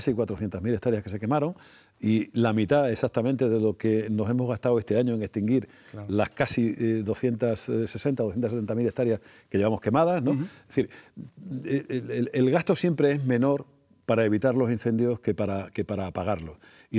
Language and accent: Spanish; Extremadura, Spain; la edad de los montes que tienen en mi tierra, por ejemplo, en las Urdes, en Sierra de Gata